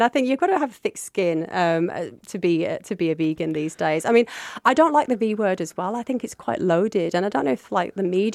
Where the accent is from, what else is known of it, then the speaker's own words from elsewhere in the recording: Willenhall, West Midlands, United Kingdom; moved away as an adult; also born or lived in London; I'm from Willenhall originally, you know, little old Willenhall. I moved away to London at 18 and moved back up here in 2014.